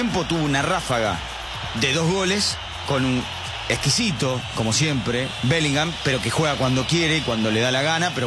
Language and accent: Spanish; Arrecifes, Buenos Aires Province, Argentina; yo soy de Arrecifes